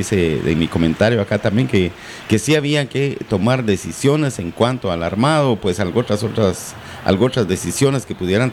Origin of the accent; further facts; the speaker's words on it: Barberena, Santa Rosa, Guatemala; Yo soy de Barberena, Santa Rosa, estoy poco antes de Nueva Santa Rosa